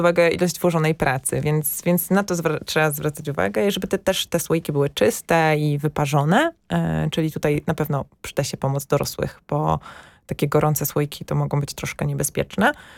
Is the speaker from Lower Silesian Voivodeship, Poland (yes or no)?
no; Lesser Poland, Poland; moved away; ja pochodzę z Podhala i u nas na jagody mówimy borówki.